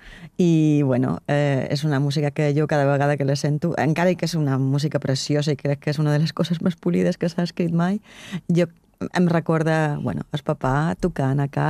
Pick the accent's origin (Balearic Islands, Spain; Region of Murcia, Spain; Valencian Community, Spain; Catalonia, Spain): Region of Murcia, Spain; Cartagena; born there; Jo vaig néixer a Cartagena, com filla d'eivissencs